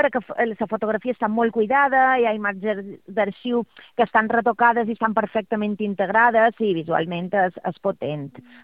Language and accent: Catalan; Manacor, Balearic Islands, Spain; avui, Rafa, us duc un documental sobre el meu veí del meu poble, que no és un veí normal, ha guanyat 22 grans slam